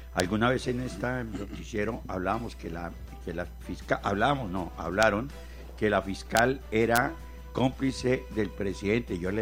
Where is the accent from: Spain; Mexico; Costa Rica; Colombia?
Colombia; tengo que actuar es como colombiano